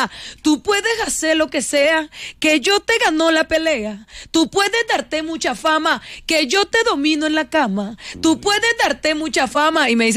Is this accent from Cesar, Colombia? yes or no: yes; Aguachica, Cesar, Colombia; Y queda cerca a mi pueblo, Aguachica Cesar, entonces me queda cerca para visitar a mis papás.